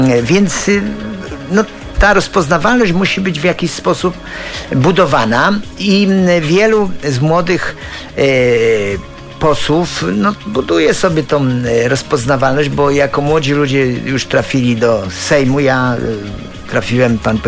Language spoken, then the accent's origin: Polish; Zgierz, Łódź Voivodeship, Poland; u nas w Zgierzu głównie to był taki klub Zgierz 2000.